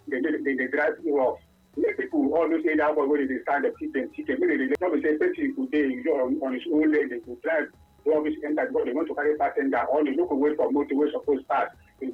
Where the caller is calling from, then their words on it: Okuru, Nigeria; I'm calling from Okuru.